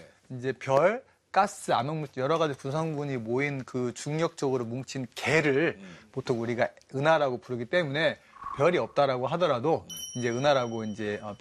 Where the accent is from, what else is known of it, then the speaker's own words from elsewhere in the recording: Okgu, North Jeolla, South Korea; 제 고향이 이제 전라북도 옥구군 대하면 복교리거든요.